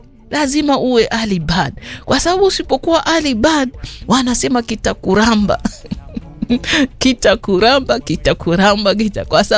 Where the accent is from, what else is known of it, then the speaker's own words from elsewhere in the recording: Tana River County, Kenya; moved away; Si kama kule kwetu Tana River